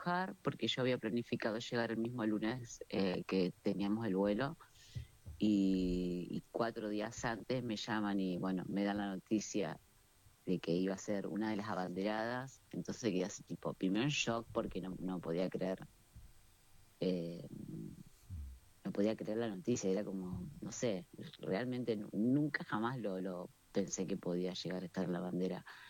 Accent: Argentina; nosotros somos argentos, pero como nadie.

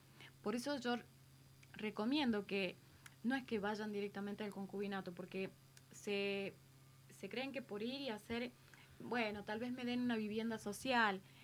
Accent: Argentina; en la Argentina tenemos lo que es el contrato prenupcial.

